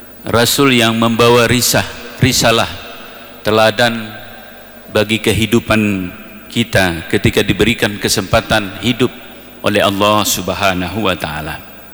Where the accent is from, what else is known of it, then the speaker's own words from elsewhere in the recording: Aceh, Indonesia; Dan itu ada pada kita orang Gayu, orang yang ada di Aceh Tengah ini